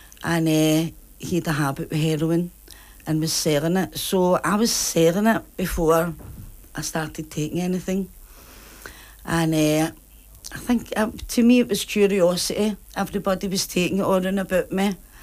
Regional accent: Glasgow, Scotland, United Kingdom; brought up in a wee place called Common Head in Easterhouse.

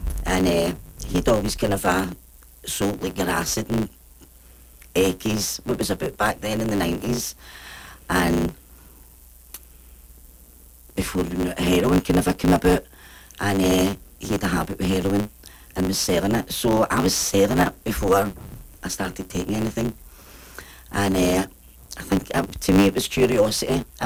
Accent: Glasgow, Scotland, United Kingdom; I'm from Easterhouse there.

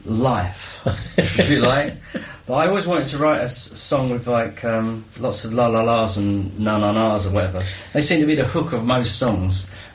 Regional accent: Beckenham, London, United Kingdom; born there; moved away as an adult; now in Tunbridge area, United Kingdom; we grew up in the Beckenham area. So, I moved there when I was about nearly seven, sort of Christmas 71.

